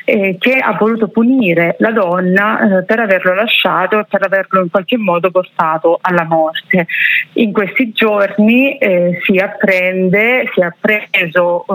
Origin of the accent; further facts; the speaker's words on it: Cinquefrondi, Calabria, Italy; un comune vicino al mio, lei viveva a Laureana di Borrello e io sono di Cinquefronte, quindi parliamo di 10 chilometri di distanza